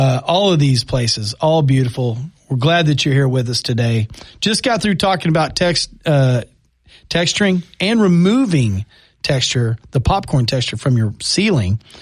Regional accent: Amarillo, Texas, United States; born there; I mean, it was a long time ago, but that is where I was born. So the high plains of Amarillo.

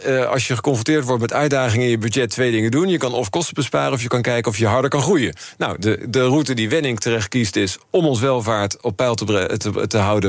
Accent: Netherlands; ik ben natuurlijk Nederlander.

